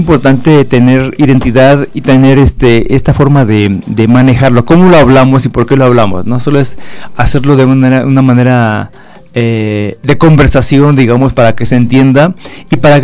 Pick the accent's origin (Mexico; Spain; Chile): Mexico; first language Nahuatl; Spanish is a second language; los mexicanos